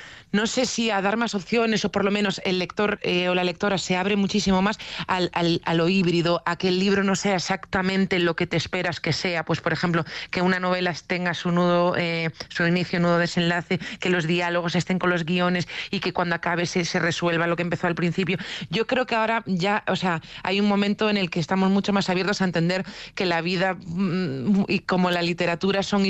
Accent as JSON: {"language": "Spanish", "town": "Vigo", "region": "Galicia", "country": "Spain", "said": "yo soy de Vigo"}